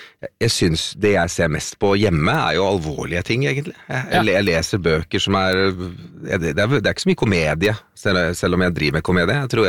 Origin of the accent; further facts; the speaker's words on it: Oslo, Norway; nei, jeg er jo født og oppvokst i Oslo. Jeg var en Ekeberg-gutt.